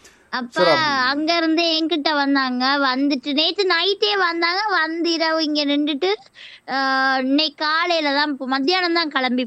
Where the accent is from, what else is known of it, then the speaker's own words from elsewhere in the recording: India; born there; moved away; இந்தியாவில் நான் அப்பா கூட இருந்த ஒரு இடத்துல